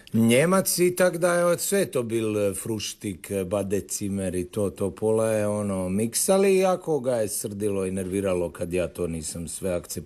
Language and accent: Croatian; Zagreb, Zagreb County, Croatia; Ja sam z Vrbana, na Vrbanima. To je bio isto jedan ludi kvart, jedan miješan kvart, to su one doba univerzijade.